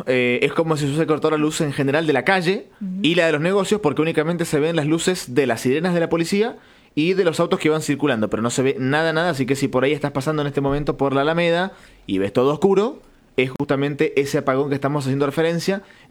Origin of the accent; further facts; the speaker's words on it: Argentina; porque nosotros, incluso por eso digo nosotros como argentinos, tenemos lo que yo veo por ahí un defecto.